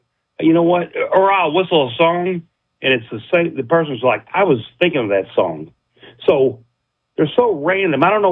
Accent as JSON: {"language": "English", "town": "Louisville", "region": "Kentucky", "country": "United States", "said": "Yes, sir. I'm from Louisville, Kentucky."}